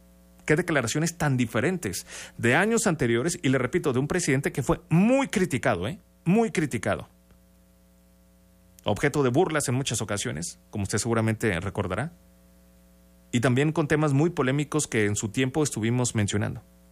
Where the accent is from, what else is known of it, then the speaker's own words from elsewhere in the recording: Mexico; todos somos mexicanos.